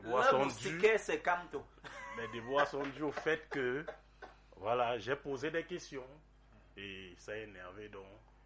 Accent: Cameroon; il faut quand même, on est des Camerounais, c'est pas de la corruption.

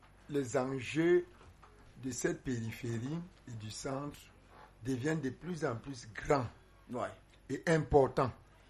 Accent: Cameroon; le Cameroun, qui est notre pays

